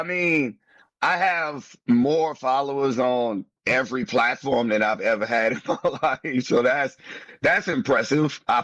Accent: New Orleans, Louisiana, United States; And I'm lucky that I grew up in New Orleans because it is a blue dot in a red ocean.

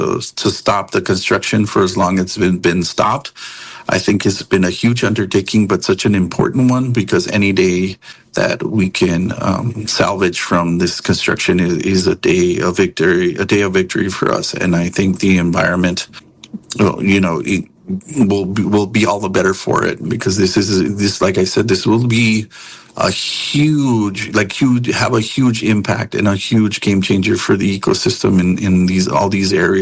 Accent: Texas, United States; also born or lived in New Mexico; I come from West Texas and southern New Mexico, so I have traveled the border quite extensively

